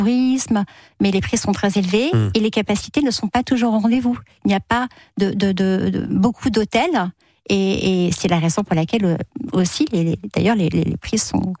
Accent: Brittany, France; je suis bretonne, donc les Bretons ne m'en voudront pas, en Bretagne, il a pu pleuvoir.

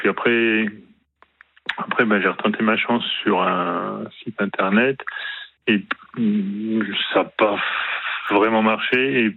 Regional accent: Hauts-de-France, France; now in Savoie, France; je ne suis pas savoyard d'origine. Je viens des rivages de la mer du Nord.

